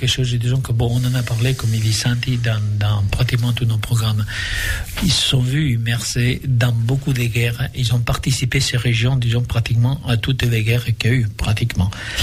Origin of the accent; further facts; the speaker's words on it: Franja de Ponent, Spain; Jo m'he criat a la Franja de Ponent també